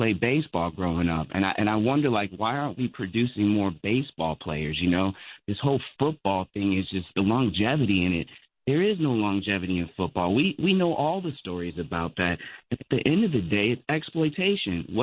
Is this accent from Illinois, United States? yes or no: yes; Chicago, Illinois, United States; You know, I grew up in Chicago. We had organized baseball, but again, it's just the disinvestment, right?